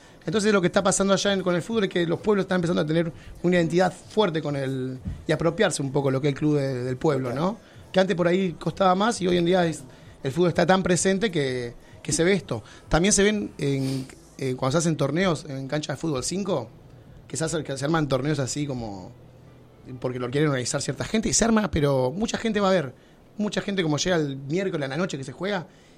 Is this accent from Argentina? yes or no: yes; Las Grutas, Río Negro, Argentina; yo soy de Las Grutas, un pueblo chico, que estoy cerca de San Antonio Oeste, que es el pueblo más, más grande cercano, claro. Que está a 15 kilómetros.